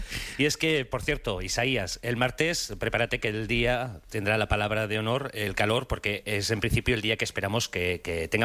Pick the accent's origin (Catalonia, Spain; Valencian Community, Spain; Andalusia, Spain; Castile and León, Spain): Catalonia, Spain; Barcelona; Mira, yo hace años me fui de Barcelona a vivir en un sitio del interior de Barcelona